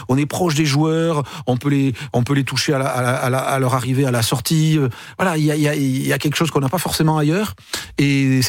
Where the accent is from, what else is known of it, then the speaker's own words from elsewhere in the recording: Bayonne, Nouvelle-Aquitaine, France; Moi, je suis de Bayonne